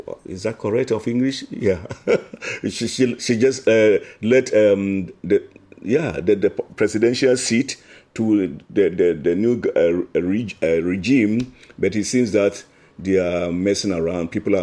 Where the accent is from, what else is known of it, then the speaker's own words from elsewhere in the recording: Ghana; You know, even as a Ghanaian, and I know that many Ghanaians were being tortured at that time.